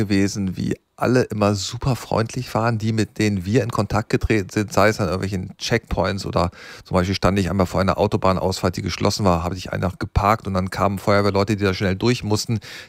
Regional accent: Germany; deswegen darf ich das als Deutscher vielleicht auch sagen

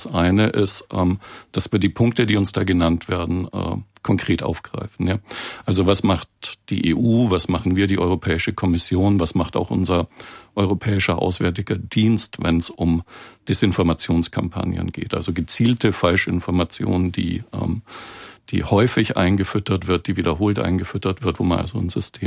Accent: Southern Germany, Germany; Ich würde ein klassisches Jein antworten als Süddeutscher.

